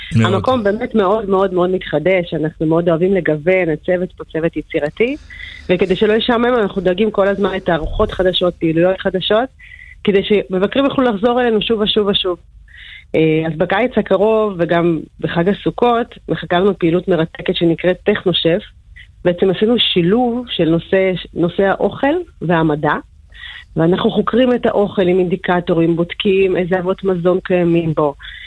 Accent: Hadera, Haifa District, Israel; moved away; אני תושבת חדרה לשעבר, גדלתי בחדרה. הייתי בטכנודה בילדותי. והיום סוגרת מעגל ועובדת פה כבר 16 שנים.

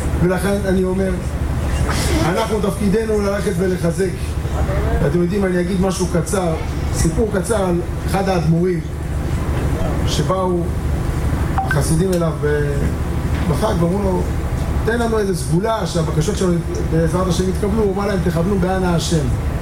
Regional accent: Acre, Northern District, Israel; גדלתי באקו

